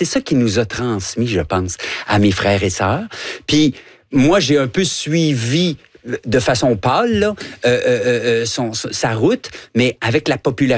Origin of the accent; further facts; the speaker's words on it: Guadeloupe; Ça vient un peu de la Guadeloupe, mais quand j'étais jeune en Guadeloupe, c'est que je travaillais sur une plage.